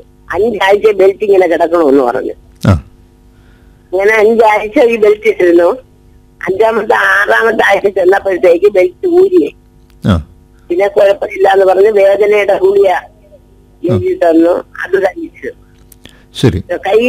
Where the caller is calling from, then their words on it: Peyad, Kerala, India; ഞാൻ പേയാട് നിന്നാണ്.